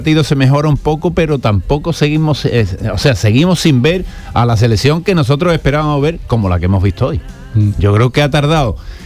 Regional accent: Spain; somos españoles.

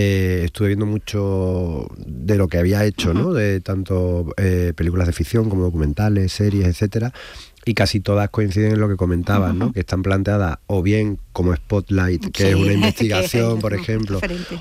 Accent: Seville, Andalusia, Spain; soy sevillano, uh-huh. Y he crecido justo enfrente de esos cines

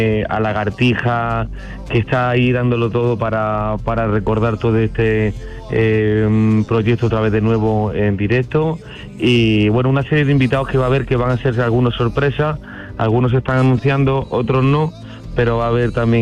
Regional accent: Granada, Andalusia, Spain; Generalizo en Granada, mi tierra

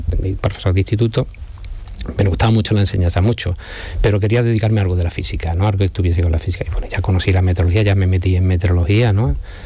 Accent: Lucena, Andalusia, Spain; also born or lived in Granada / Madrid / Valencia; Sí, soy de Lucena. Me salí, bueno, no me salí, yo sigo teniendo mi familia allí, ¿no? Pero con 17 años creo me fui a estudiar Granada.

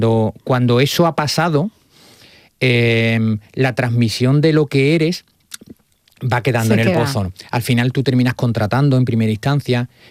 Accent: Huelva, Andalusia, Spain; moved away; yo he hecho un recorrido personal, profesional, que yo partí, yo salí de Huelva siendo pedraza

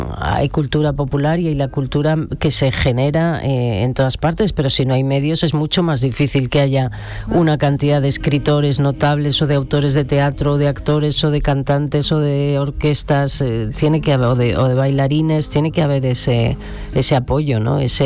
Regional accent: Bilbao, Basque Country, Spain; Yo soy de Bilbao, ¿eh?

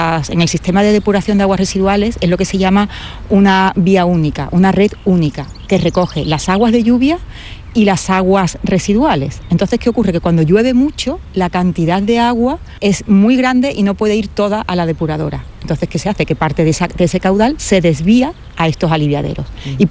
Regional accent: Seville, Andalusia, Spain; yo soy de Sevilla

